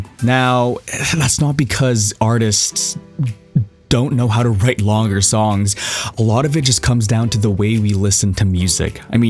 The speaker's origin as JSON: {"language": "English", "country": "Canada", "said": "Sorry, I'm Canadian."}